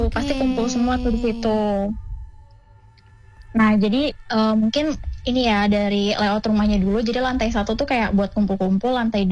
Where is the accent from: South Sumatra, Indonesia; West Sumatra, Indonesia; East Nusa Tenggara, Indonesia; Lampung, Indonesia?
Lampung, Indonesia; Bandar Lampung; Oke, kenalin … aku dari